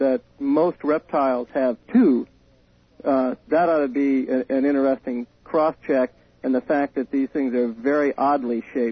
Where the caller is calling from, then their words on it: Baton Rouge, Louisiana, United States; Baton Rouge, Louisiana.